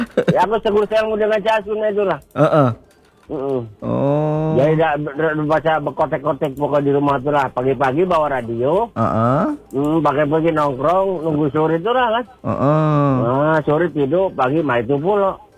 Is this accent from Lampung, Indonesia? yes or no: no; Banten, Indonesia; born there; moved away as an adult